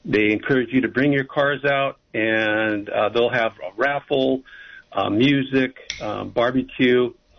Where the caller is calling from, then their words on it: Watsonville, California, United States; from Watsonville. Just calling about a few events we have coming up here locally in Watsonville.